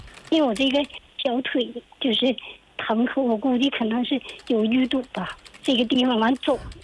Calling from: Changchun, Jilin, China; 长春的，吉林省长春市的

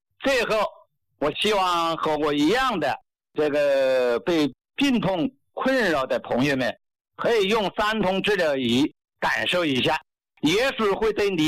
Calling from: Anlu, Hubei, China; 我是安陆本市的人。

